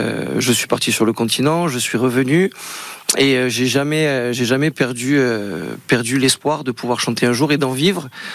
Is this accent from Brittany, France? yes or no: no; Ajaccio, Corsica, France; born there; Alors moi je suis né sur Ajaccio.